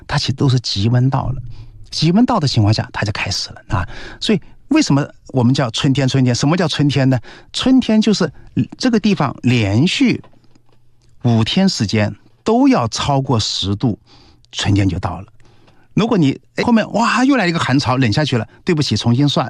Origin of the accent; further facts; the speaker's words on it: China; 我们中国人啊，生长在这个地方的中国人